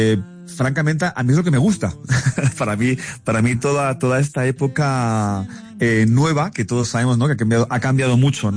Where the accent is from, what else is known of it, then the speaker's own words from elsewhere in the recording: Alicante, Valencian Community, Spain; En España, donde conseguí empezar a tener un poquito de resonancia, ¿no? En lo que era en mi ciudad natal, en Alicante.